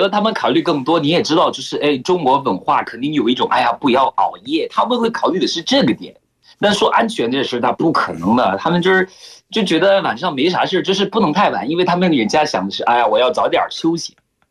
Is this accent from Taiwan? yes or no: no; Cameroon; Chinese is a second language; now in China; 然后我每次回家可能一两三天会觉得哦，我疯狂吃喀麦隆的美食，然后我说哎